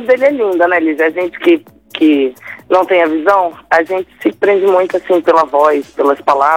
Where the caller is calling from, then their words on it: Manaus, Amazonas, Brazil; O pessoal aqui do interior do Amazonas tem um sotaque assim mais de caboclinho, mais de ribeirinho, aquela coisa assim, pega ali um pouco do Pará também, mas o pessoal aqui da capital mesmo não fala tão assim, né?